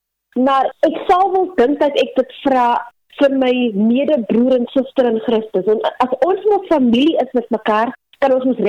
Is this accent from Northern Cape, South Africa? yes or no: yes; Upington, Northern Cape, South Africa; born there; So ek is oorspronkelijk van Appington in die Noordkaap.